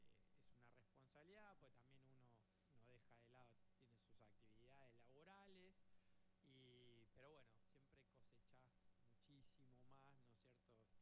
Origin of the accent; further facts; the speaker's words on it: Caleta Olivia, Santa Cruz, Argentina; Yo soy de Caleta Olivia, Santa Cruz.